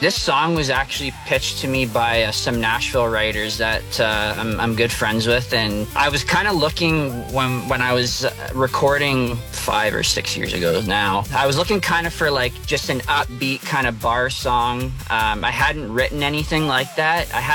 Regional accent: Windsor, Ontario, Canada; now in Harrow, Canada; Yeah, so I'm from Windsor, born and raised, and then I moved out to Harrow a couple years ago and been out there for about 3 years now.

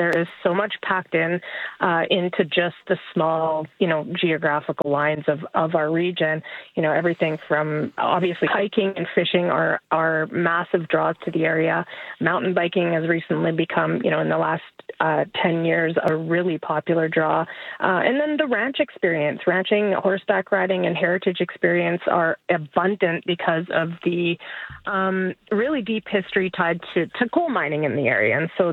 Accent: Alberta, Canada; I grew up in Alberta and spent a lot of time sort of, in the Banff, Jaspers and the more northerly parts of the province.

